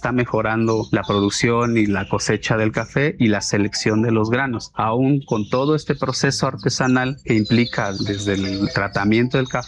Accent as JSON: {"language": "Spanish", "town": "Tanetze de Zaragoza", "region": "Oaxaca", "country": "Mexico"}